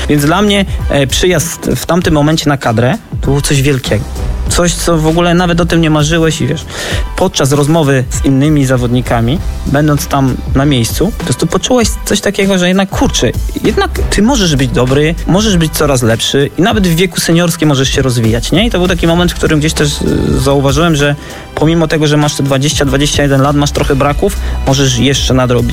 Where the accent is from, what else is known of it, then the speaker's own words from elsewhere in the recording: Kraków, Lesser Poland, Poland; born there; ja się urodziłem w Krakowie